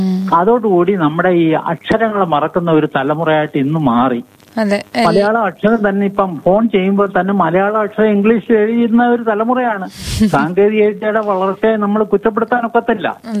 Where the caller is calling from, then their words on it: Kollam, Kerala, India; കടപ്പാക്കടയിൽ നിന്നാണ്.